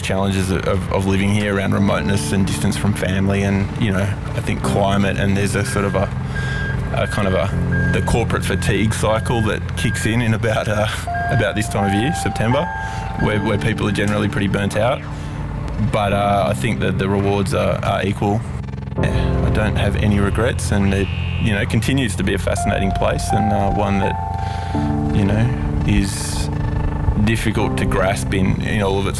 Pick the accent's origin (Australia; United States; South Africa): Australia; Bathurst, New South Wales; born there; also born or lived in Sydney; I grew up in Sydney till I was about 10, and then Bathurst in New South Wales.